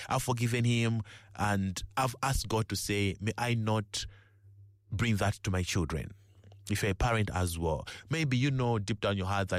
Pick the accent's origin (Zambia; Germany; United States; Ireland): Zambia; Lusaka, Lusaka Province; So I grew up in Chilenje, Lusaka, really. I'm in Lusaka, Chilenje. Chilenje is my area. That's where I grew up from, really.